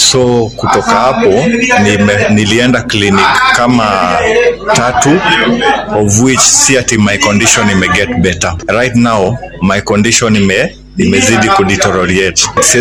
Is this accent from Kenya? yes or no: yes; Mugoya, Kenya; nimetoka Mugoya.